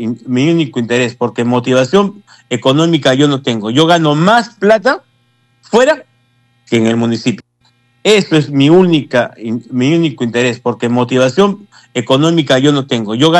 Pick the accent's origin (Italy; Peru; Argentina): Peru; Islay province, Arequipa; moved away